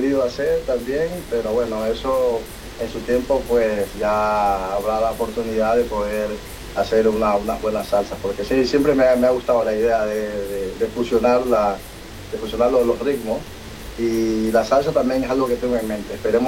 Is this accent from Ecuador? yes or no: yes; Ecuador; now in Spain; soy ecuatoriano de corazón.